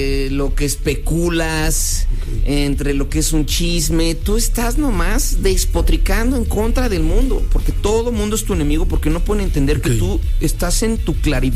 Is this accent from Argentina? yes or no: no; Mexico; si elegimos como mexicanos, por más cursi que suene, el amor, y compadecernos, van a volver a ser estables